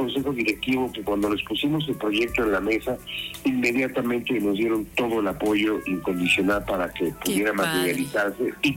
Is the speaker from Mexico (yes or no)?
yes; Mexico; el día más importante para nosotros los mexicanos